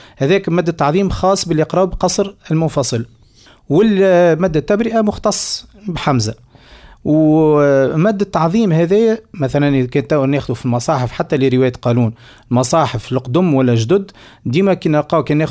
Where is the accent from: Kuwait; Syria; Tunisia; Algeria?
Tunisia; في بلادنا تونس